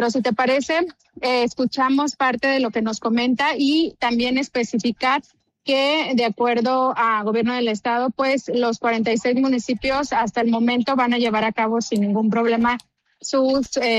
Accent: Mexico

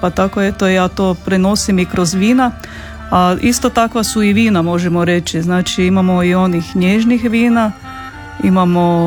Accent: Hrvatsko Zagorje, Croatia; Ja sam iz Hrvatskog Zagorja.

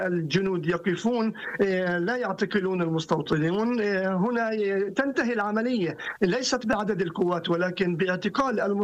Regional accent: Kisra, Northern District, Israel; يتابعوا المجريات التي تدور في محيط بلدتنا كسرى ورفع الظلم وفك هذا الحصار

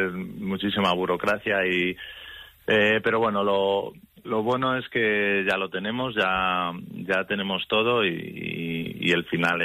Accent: Yebra, Castilla-La Mancha, Spain; Pues lo primero que tengo que decir es que soy un enamorado de mi pueblo y poder hacer un proyecto así en mi pueblo para mí es algo increíble. Y luego, pues, perspectivas, pues intentar que la gente conozca Yebra

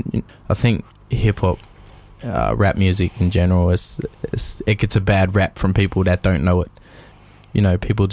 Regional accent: Mildura, Victoria, Australia; she was an elder of the community I grew up in Mildura.

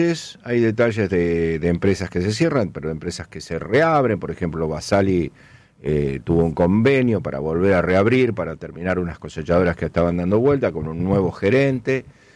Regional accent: Acebal, Santa Fe, Argentina; Nosotros bueno, somos de Acebala

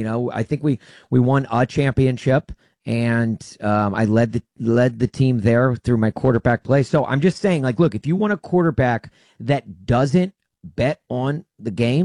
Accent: Tennessee, United States; born there; my hometown team, the Tennessee Titans

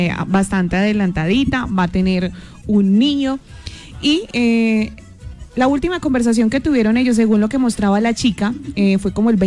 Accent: Colombia; lo que somos nosotros los colombianos

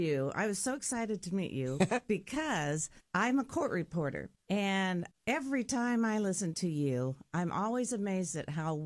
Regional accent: Des Moines, Iowa, United States; Born and raised in Des Moines.

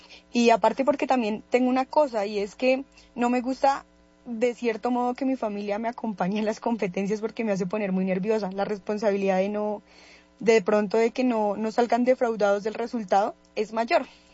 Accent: Cundinamarca, Colombia; una de las principales falencias que tenemos como colombianos, y principalmente aquí en Cundinamarca.

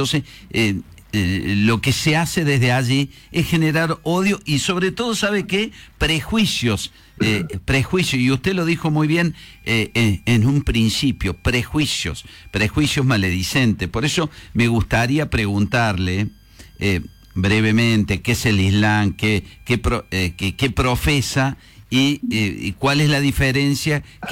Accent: Argentina; lo que somos los argentinos

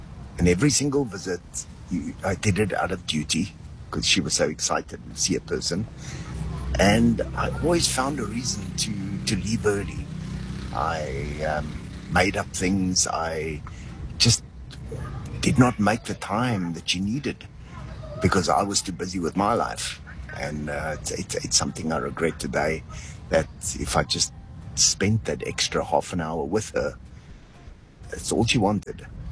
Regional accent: Durbanville, Western Cape, South Africa; from Durbanville.

